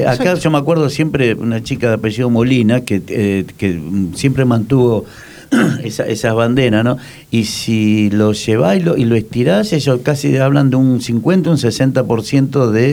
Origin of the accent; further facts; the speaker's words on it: Uruguay; now in Argentina; Somos de Uruguay, pero llegaron a la Argentina, en Venado Tuerto, donde finalmente falleció.